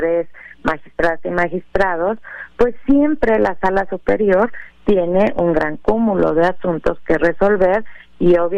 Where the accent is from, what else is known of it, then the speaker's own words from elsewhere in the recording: Mexico; como mexicanas y mexicanos